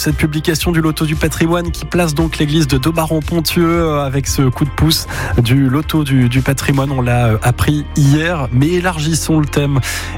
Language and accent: French; Hauts-de-France, France; moi, je viens à côté de Herbe, à Covigny, dans l'Oise, vous voyez, il y a quoi, il y a 1200 habitants.